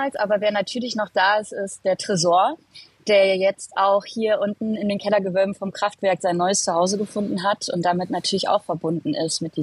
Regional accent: Saxony-Anhalt, Germany; in der Kleinstadt in Sachsen-Anhalt, wo ich aufgewachsen bin, einen Club zu eröffnen in einem verlassenen Haus.

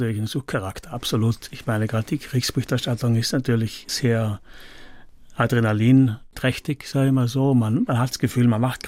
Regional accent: Merano, Trentino-Alto Adige, Italy; Aber sicher, wir sind auch geprägt durch den starken, gerade in Meran, wo ich aufgewachsen bin, damals bundesdeutschen Tourismus, der war sehr stark.

